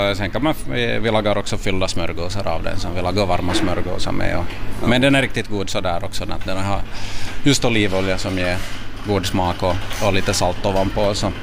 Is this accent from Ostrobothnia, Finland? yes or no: yes; Vaasa, Ostrobothnia, Finland; born there; also born or lived in Italy; Jag har pappa från Rom och mamma från Vasa. Jag levde några år i Italien också när jag var liten, men största delen av livet har jag vuxit upp ändå här i Finland och i Vasa just.